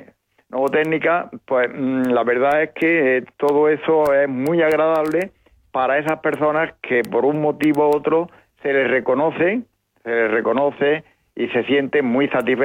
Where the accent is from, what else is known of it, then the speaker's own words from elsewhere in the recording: Spain; Somos españoles. Y como somos españoles